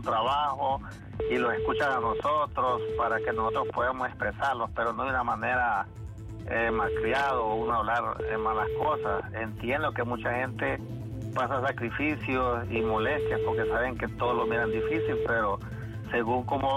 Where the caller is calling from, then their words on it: Honduras; yo soy hondureño 100% y mis abuelos, mi papá y todo el mundo, nosotros nunca hemos vivido de política.